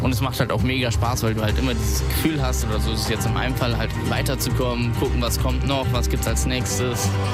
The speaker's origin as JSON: {"language": "German", "town": "Saarbrücken", "region": "Saarland", "country": "Germany", "said": "ich komme aus Saarbrücken"}